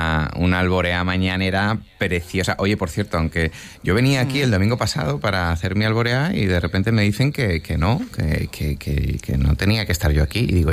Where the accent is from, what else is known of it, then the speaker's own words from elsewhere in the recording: Madrid, Community of Madrid, Spain; los que somos madrileños y vivimos la fiesta de San Isidro